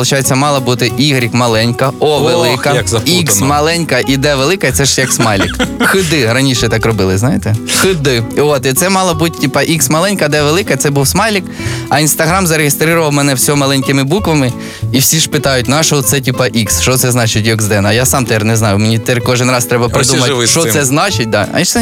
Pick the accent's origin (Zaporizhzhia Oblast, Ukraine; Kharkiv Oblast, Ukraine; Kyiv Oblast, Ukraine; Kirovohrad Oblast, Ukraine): Zaporizhzhia Oblast, Ukraine; Zaporizhzhia; born there; Народила мене мама в Запоріжжі